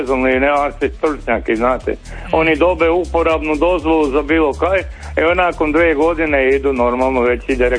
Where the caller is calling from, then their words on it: Karlovac, Karlovac County, Croatia; kod nas u Karlovcu